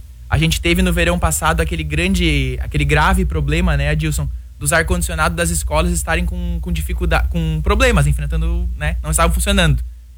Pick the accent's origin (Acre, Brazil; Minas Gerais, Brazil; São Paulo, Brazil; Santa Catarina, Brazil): Santa Catarina, Brazil; Balneário Camboriú; eu nasci aqui em Balneário, me criei aqui no nosso litoral, conheço as praias, tudo.